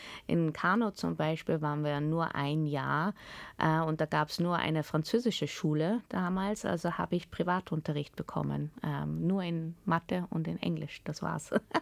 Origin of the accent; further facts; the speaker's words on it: Austria; aber wir haben immer Deutsch geredet, ich bin in Österreich geboren, ich habe in Österreich maturiert. Jetzt bin ich wieder in Österreich seit 16 Jahren, also ich bin schon viel mehr Österreicherin als Holländerin.